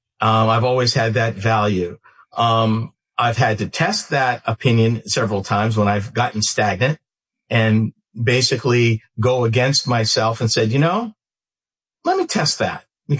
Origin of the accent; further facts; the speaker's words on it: New England, United States; I grew up in New England.